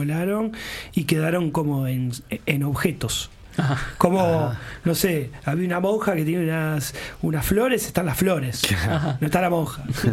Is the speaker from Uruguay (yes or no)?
yes; Uruguay; esa cosa media que somos los uruguayos